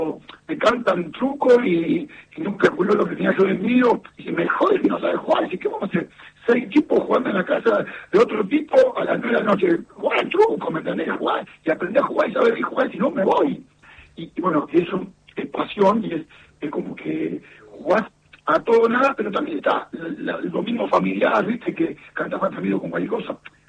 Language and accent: Spanish; Argentina; somos muy, muy argentinos